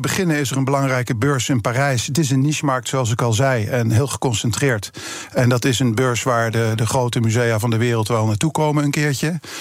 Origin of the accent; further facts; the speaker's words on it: Netherlands; Daarbij hebben we ook een goede reputatie als Nederlanders.